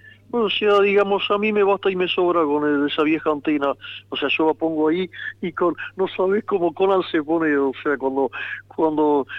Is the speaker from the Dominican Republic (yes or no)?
no; Argentina; now in United States; O sea, ojalá que también nosotros como argentinos podamos celebrar y también poner nuestros colores patrios en Estados Unidos mañana 4 de julio.